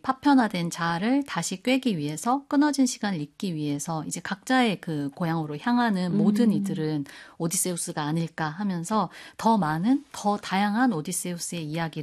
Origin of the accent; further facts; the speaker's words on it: South Korea; moved away; 저의 그 시골에서 나고 자란 바탕이 있기 때문이기도